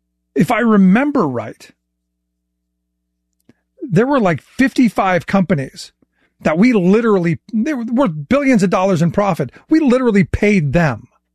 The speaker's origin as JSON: {"language": "English", "town": "Cleveland", "region": "Ohio", "country": "United States", "tie": "born or raised there", "said": "like when I grew up in Cleveland, they gave them energy."}